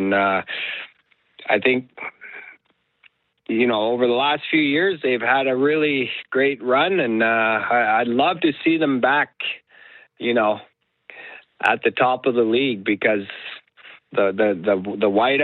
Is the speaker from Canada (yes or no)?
yes; Nunavut, Canada; growing up in Nunavut and, you know, the survival mode mentality every day, where it was a challenge.